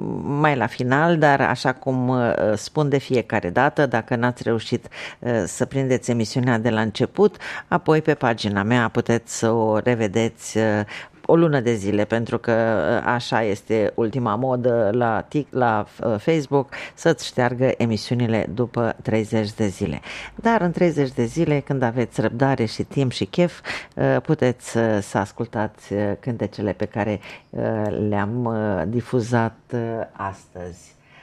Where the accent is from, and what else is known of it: Romania; moved away